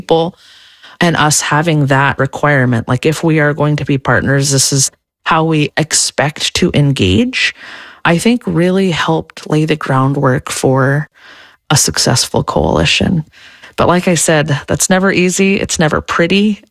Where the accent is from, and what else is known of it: Clark's Point, Alaska, United States; born or raised there